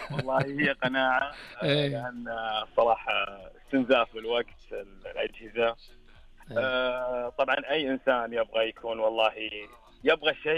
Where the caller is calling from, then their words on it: Al-Ahsa, Eastern Province, Saudi Arabia; أهلا من الشرقية.